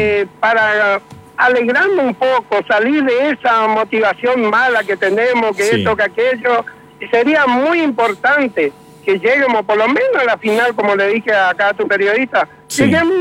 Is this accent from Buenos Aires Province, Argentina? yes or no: no; San Lorenzo, Corrientes, Argentina; now in Corrientes, Argentina; Sí, soy de San Lorenzo, Corrientes, pero soy más de los 16 años que vine acá